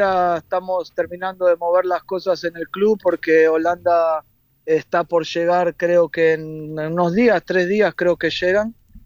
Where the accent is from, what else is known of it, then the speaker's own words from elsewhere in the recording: Buenos Aires, Argentina; Yo me crié en Floresta y ahí en Floresta y Villa Santa Rita